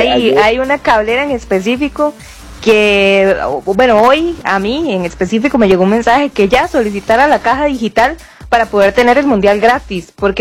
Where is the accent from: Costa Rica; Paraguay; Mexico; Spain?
Costa Rica